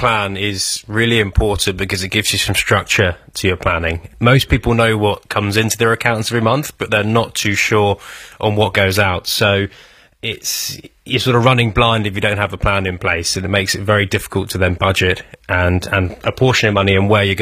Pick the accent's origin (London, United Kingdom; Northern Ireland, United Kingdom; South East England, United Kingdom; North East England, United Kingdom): South East England, United Kingdom; Petersfield; So I grew up in Petersfield